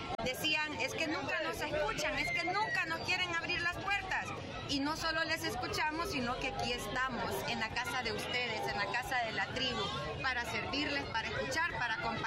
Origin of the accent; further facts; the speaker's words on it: Honduras; todos somos hondureños